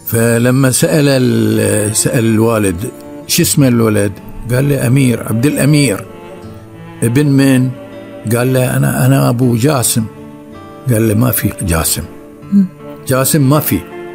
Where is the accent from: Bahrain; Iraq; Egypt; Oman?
Bahrain; Diyah, Capital Governorate; أنا من الديه.